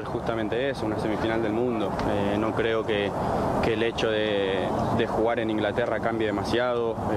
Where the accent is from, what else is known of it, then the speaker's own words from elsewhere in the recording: Argentina; todos somos súper argentinos, amamos nuestro país, amamos nuestra selección